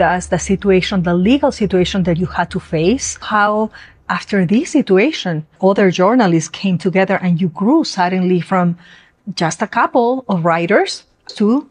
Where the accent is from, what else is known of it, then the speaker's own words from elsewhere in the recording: Ecuador; moved away; I also have an accent. I'm from Ecuador, South America